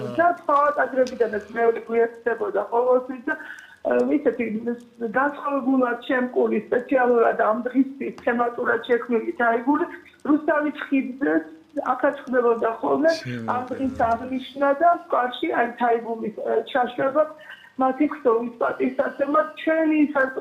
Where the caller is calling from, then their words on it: Rustavi, Kvemo Kartli, Georgia; მე мама კახაბერის მეუღლე გახლავართ რუსთავიდან.